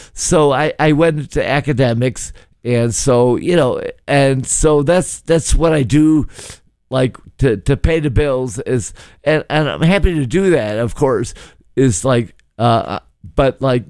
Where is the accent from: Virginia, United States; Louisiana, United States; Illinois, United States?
Illinois, United States; Chicago; I grew up here, not far from here in Gladstone Park and Albany Park. I'm a Chicagoan